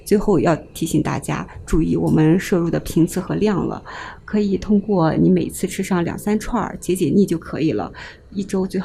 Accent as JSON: {"language": "Chinese", "region": "Xinjiang", "country": "China"}